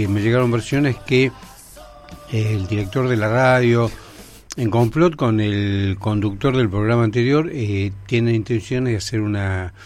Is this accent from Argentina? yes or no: yes; Argentina